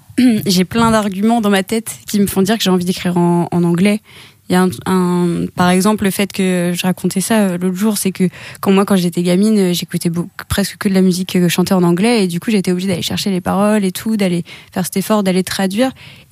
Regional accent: France; je suis française, donc forcément, d'office, dans mon chant, des fois, il y a des accents mal placés

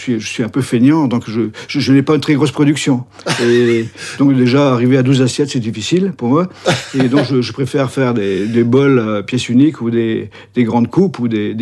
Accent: Brittany, France; born there; je suis breton du Léon

